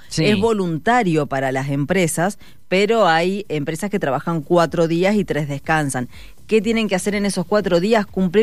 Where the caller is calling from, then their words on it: Las Catitas, Mendoza, Argentina; de Las Catitas.